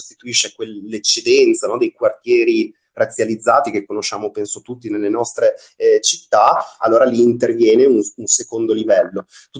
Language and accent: Italian; Trieste, Friuli-Venezia Giulia, Italy